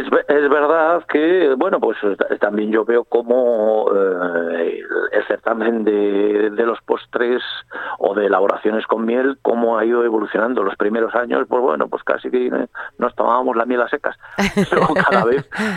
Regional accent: Liébana, Cantabria, Spain; en Liébana llevamos unos años con veranos con un calor extremo

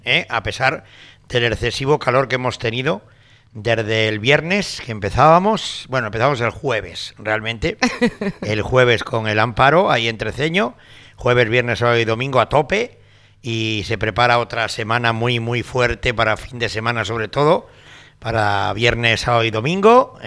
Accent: Cantabria, Spain; soy cántabro

